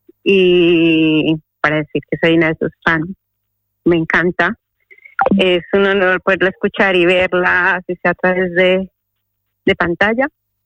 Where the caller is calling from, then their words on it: Armenia, Quindío, Colombia; accent: Colombian; de Colombia, de Armenia.